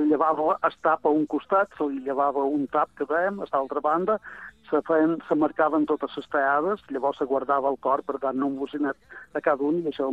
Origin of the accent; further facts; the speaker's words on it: Sant Carles de Peralta, Balearic Islands, Spain; el meu poble, Sant Carlos